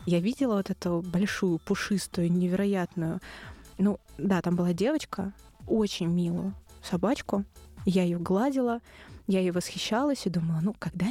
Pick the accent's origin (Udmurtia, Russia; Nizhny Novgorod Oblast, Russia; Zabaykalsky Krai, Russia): Nizhny Novgorod Oblast, Russia; Nizhny Novgorod; Я из Нижнего Новгорода